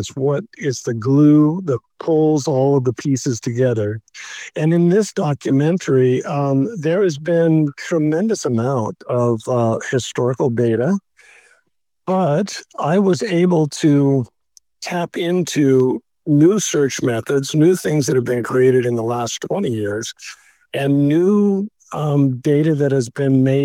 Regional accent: Eugene, Oregon, United States; now in McKenzie River, United States; So when I came to Eugene, I'm from Eugene originally. I moved away for a while. I was in Central Oregon. When I came back, I ended up moving my family to the McKinsey River.

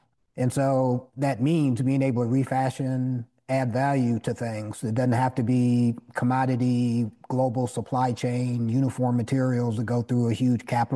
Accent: Detroit, Michigan, United States; Well, I grew up in Detroit in a very active family and community.

